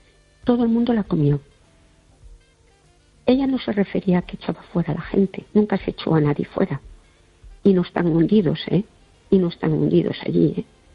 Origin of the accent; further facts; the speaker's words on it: Spain; tengo derecho, soy española.